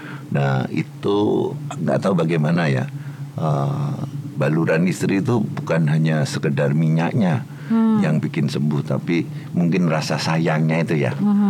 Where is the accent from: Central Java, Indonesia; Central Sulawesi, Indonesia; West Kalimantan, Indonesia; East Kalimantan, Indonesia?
Central Java, Indonesia; Klaten; Sementara saya ini orang Klaten. Jadi beda banget gayanya gitu.